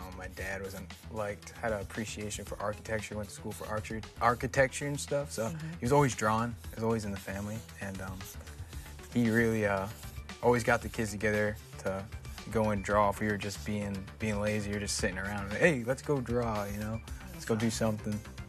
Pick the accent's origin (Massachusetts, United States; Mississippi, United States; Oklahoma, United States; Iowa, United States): Massachusetts, United States; Westport; I'm from Westport, Mass. That's where I'm coming from.